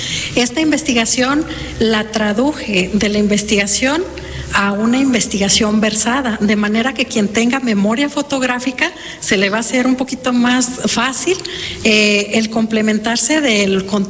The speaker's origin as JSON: {"language": "Spanish", "town": "Santiago Papasquiaro", "region": "Durango", "country": "Mexico", "said": "eso que tenemos los santiagueros: inteligencia, decisión, fortaleza."}